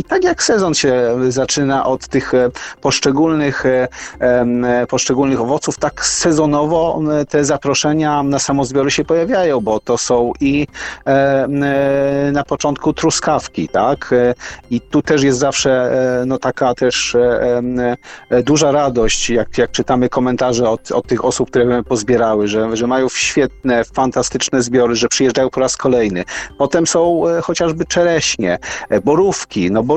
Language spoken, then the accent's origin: Polish; Lesser Poland, Poland; ja jestem z Małopolski